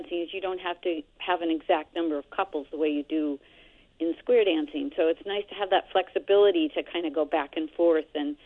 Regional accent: Vermont, United States; I'm a caller from Southern Vermont. I live in West Townsend. I grew up in this area.

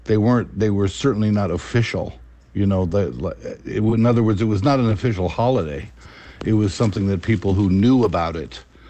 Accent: San Francisco, California, United States; Well, actually, I come from San Francisco.

